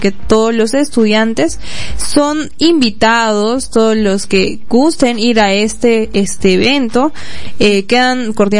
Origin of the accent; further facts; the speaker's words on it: Tacna, Peru; No solamente representarnos como tacneños, como peruanos a través de esta danza, sino también como basadrinos